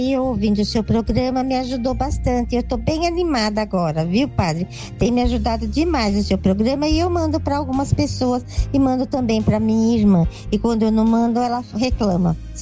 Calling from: São Paulo, Brazil; Eu falo aqui da Lapa.

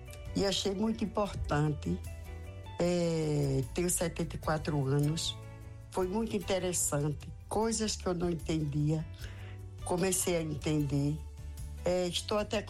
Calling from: Vitória de Santo Antão, Pernambuco, Brazil; sou aqui de Vitória de Santo Antão.

